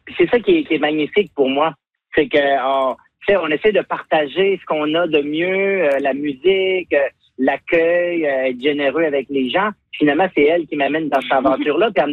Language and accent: French; Quebec, Canada; now in Quebec City, Canada; Mais là, je viens de la Gaspésie, j'habite à Québec, je vais souvent dans le bas d